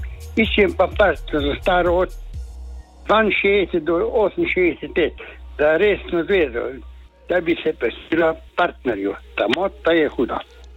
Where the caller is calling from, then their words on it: Carinthia, Slovenia; Jaz sem iz Koroške